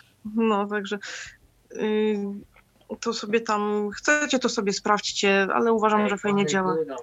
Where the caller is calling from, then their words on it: Jaworzno, Silesian Voivodeship, Poland; Ja zauważyłam u siebie w Jaworznie